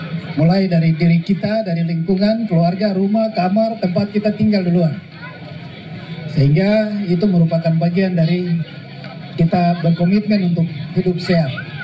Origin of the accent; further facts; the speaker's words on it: Waropen Bawah District, Papua, Indonesia; kami warga Waropen Bawah